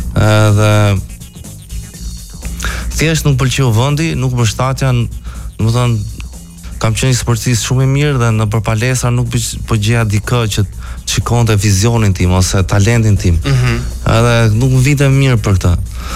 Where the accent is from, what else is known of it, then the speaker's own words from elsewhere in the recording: Tirana, Tirana County, Albania; në Tiranë, gjithashtu babai im, por me origjinë gjyshi ka ardhur nga Përmeti, është përmetar, ka ardhur i vogël.